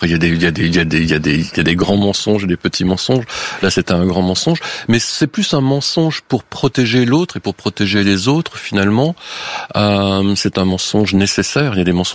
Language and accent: French; Les Arcs, Auvergne-Rhône-Alpes, France; Alors, je voulais travailler dans ma montagne. J'ai grandi aux Arcs, en Haute-Tarentaise, dans une station de sport d'hiver.